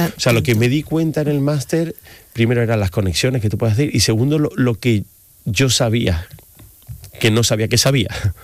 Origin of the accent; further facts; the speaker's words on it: Seville, Andalusia, Spain; also born or lived in Madrid; soy sevillano.